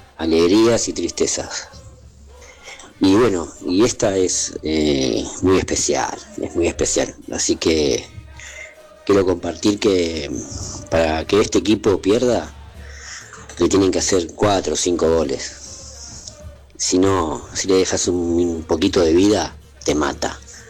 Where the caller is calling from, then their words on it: Buenos Aires, Argentina; de Villa del Parque. Tengo 48 años.